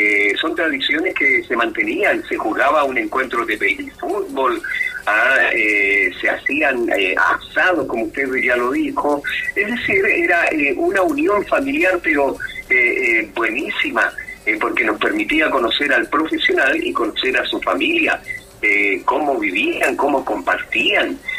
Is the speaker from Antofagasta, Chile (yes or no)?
yes; Calama, Antofagasta, Chile; also born or lived in Chuquicamata; Somos chuquicamatinos de corazón, nacimos en Chuqui, nos criamos en Calama, conocemos parte de la historia de ambas ciudades, Chuqui y Calama.